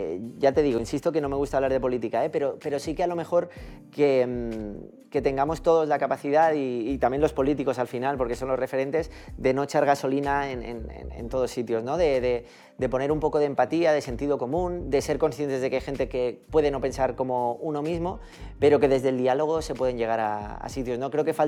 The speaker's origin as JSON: {"language": "Spanish", "region": "Catalonia", "country": "Spain", "said": "yo soy de allí, entonces todo mi entorno es de allí, mis amigos, mi familia, mis compañeros."}